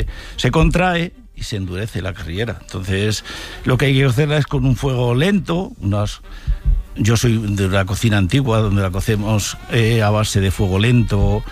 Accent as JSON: {"language": "Spanish", "town": "Mora", "region": "Castilla-La Mancha", "country": "Spain", "tie": "born or raised there", "said": "yo soy de una zona de Toledo, cerca de toda la zona de Aranjuez, y bueno, yo soy de Mora, de Toledo exactamente, y allí en clase, de chavales éramos tres."}